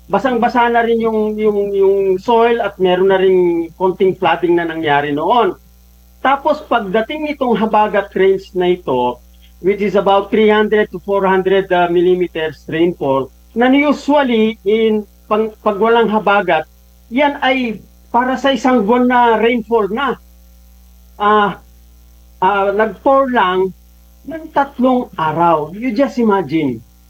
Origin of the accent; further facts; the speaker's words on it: Central Luzon, Philippines; alam mo kasi taga Tarlac ako, Kapampangan kami.